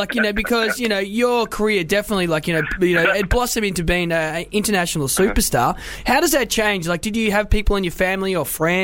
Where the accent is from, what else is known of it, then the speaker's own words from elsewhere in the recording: Melbourne, Victoria, Australia; Because I'm from Melbourne as well, so for me, everything gets halved straight away.